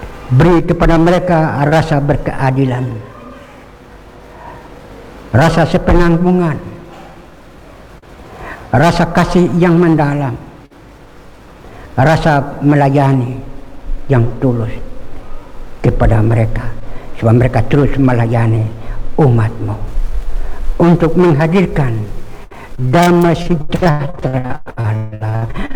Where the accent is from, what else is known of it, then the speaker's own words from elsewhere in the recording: Papua, Indonesia; Jangan biarkan dan binasakan kami orang Papua.